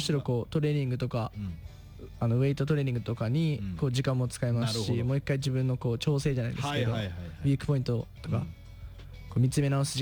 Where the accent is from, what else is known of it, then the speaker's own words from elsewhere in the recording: Tokyo, Japan; now in Mito, Japan; 僕の実家の駅の前に、うん、駅にもあるんですよ、二郎が。